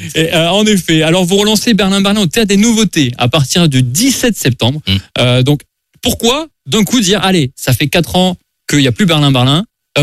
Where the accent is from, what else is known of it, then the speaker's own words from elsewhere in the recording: Marseille, Provence-Alpes-Côte d'Azur, France; En plus, on vient tous les deux de Marseille, et tu as compris.